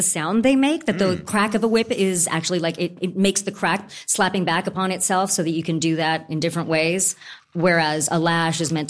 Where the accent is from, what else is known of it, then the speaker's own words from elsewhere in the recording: California, United States; When I grew up in Orange County, there was no proof that blue eyes and blonde hair were a recessive gene.